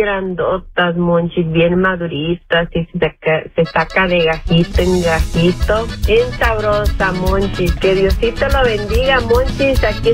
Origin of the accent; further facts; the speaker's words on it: Tuxpan, Nayarit, Mexico; born there; moved away; mi pueblito, de Tuxpan, Nayarit, Monchis, allá en mi ranchito